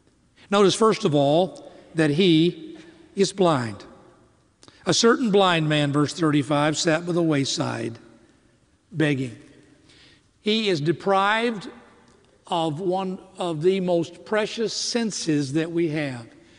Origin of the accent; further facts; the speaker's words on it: Greensboro, North Carolina, United States; I'm from Greensboro, North Carolina, so give me this liberty with this statement.